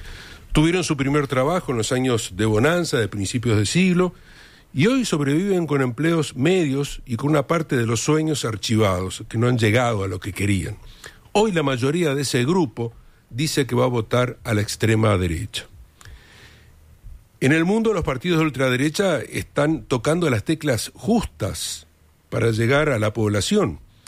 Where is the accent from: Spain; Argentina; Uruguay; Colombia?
Uruguay